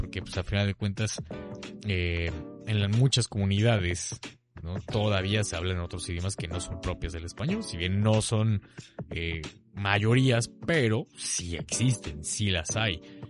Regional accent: Mexico; como mexicanos hablamos español, pero bueno, nuestra lengua pues es otra, ¿no? O sea, el náhuatl

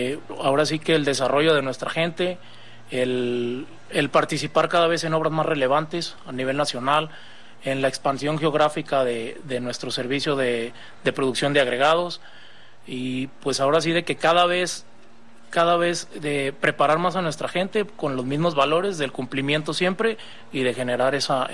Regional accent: Ocotlán, Jalisco, Mexico; born there; now in Guadalajara, Mexico; Mi tierra, así es.

